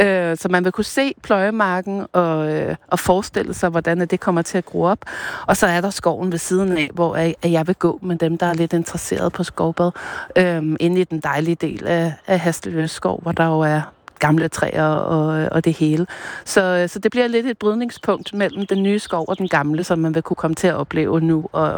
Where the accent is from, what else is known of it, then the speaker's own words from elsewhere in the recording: Bornholm, Capital Region of Denmark, Denmark; som guide og som bornholmer